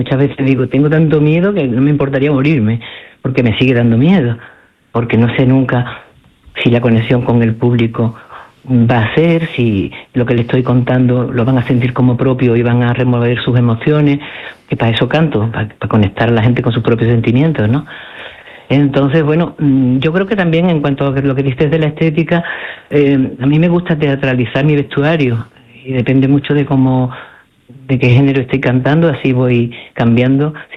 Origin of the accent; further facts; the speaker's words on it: Andalusia, Spain; Nos encanta llevar nuestra Andalucía donde quiera que vayamos. Y siempre se nos nota en todo que estamos unidos, que somos andaluces